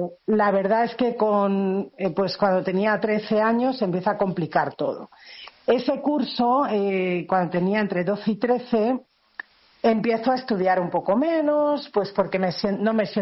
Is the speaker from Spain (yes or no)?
yes; Spain; born there; yo nací en una familia muy católica en España, como podéis ver por mi acento, en el año 64. Claro. Tengo 62 años.